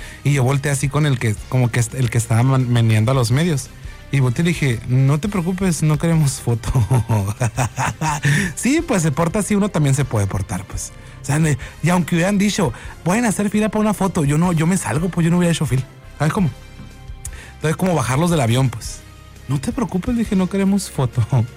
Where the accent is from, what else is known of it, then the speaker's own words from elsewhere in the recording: Hermosillo, Sonora, Mexico; somos de Hermosillo y recuerda que somos bien fachosos.